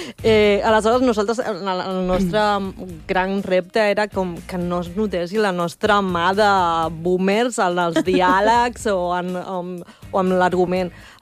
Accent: Gornal, Catalonia, Spain; nosaltres dues som de Gormall.

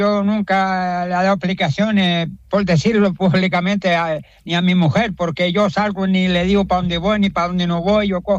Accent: Gáldar, Canary Islands, Spain; luchar por mi pueblo, no solo de Caideros, sino de Galda

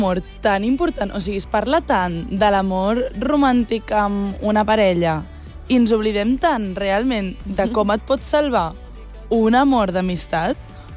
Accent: Lloret de Mar, Catalonia, Spain; first language Catalan; moved away as an adult; now in Barcelona, Spain; al meu poble, que és Lloret de Mar, que, clar, les dues som de Lloret, hem anat a l'institut juntes, tot juntes, i és com que ara estic a Barcelona, quasi no tinc temps d'anar a Lloret

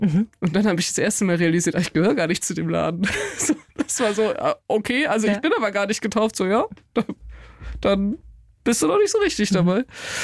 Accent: Nittenau, Bavaria, Germany; ich bin in Nittenau aufgewachsen. Es ist wirklich mitten im Bayerischen Wald, also in der Oberpfalz.

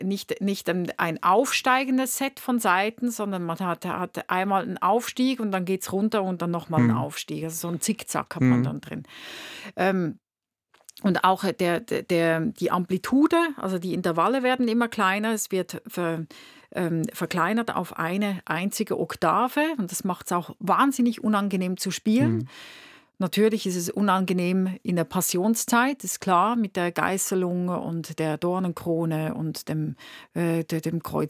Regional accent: Winterthur, Zurich, Switzerland; born there; Und es gibt aus meiner Geburtsstadt in Winterthur gibt es eine Stiftung, die hat ein Steiner Quartett.

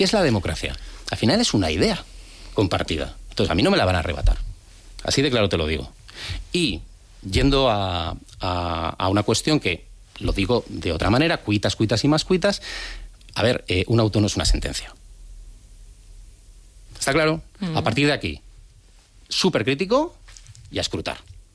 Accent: San Sebastián, Basque Country, Spain; now in Madrid, Spain; yo cuando llegué de Donosti a Madrid, hoy Madrid F, que eso da para un programa entero.

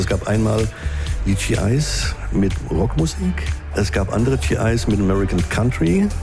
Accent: Ramstein-Miesenbach, Rhineland-Palatinate, Germany; born there; now in Vöckelberg, Germany; Nein, also ich bin ja von Rammstein, also geboren in Rammstein.

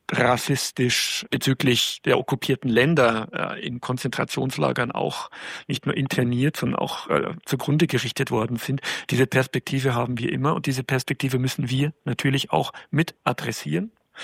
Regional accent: Bavaria, Germany; Ich als Oberpfälzer

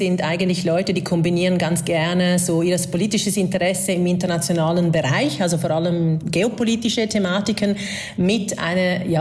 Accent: Venice, Veneto, Italy; moved away

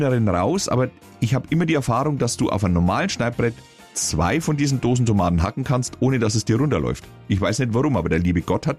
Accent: Bavaria, Germany; ich würde sie nur deshalb nicht benutzen, weil ich sie als Franke nicht aussprechen kann.

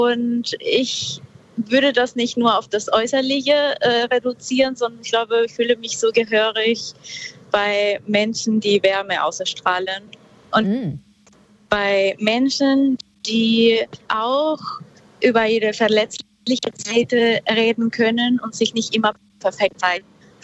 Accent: northern Peru, Peru; moved away; ich komme ursprünglich aus Peru. Ich bin im Norden von Peru aufgewachsen und da gab es sehr viel Natur

